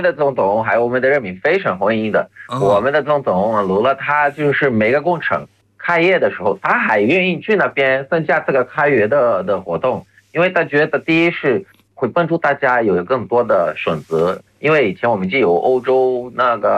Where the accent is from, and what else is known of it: Brazil